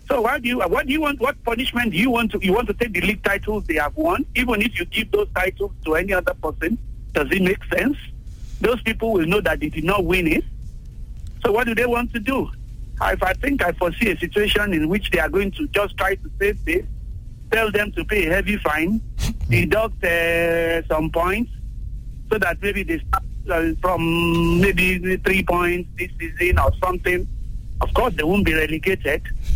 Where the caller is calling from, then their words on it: Nigeria; I'm calling from Oliole.